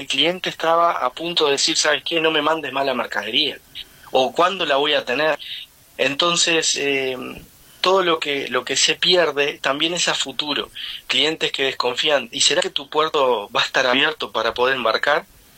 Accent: Uruguay; de mi punto de vista, como uruguayo

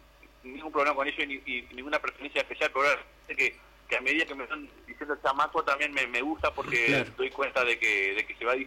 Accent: Tacuarembó, Uruguay; moved away; me tiene como un vínculo con mi tierra natal, con Tacuarembó.

